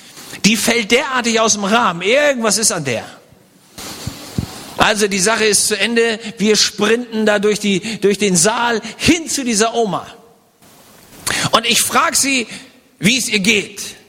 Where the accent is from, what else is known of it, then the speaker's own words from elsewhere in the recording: Germany; Ich komme aus Deutschland